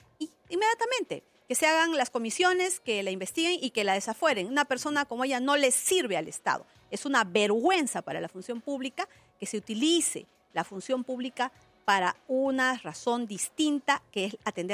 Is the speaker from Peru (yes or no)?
yes; Ayacucho, Peru; Yo soy una mujer ayacuchana huamanguina, amante de mi cultura, de mi tradición.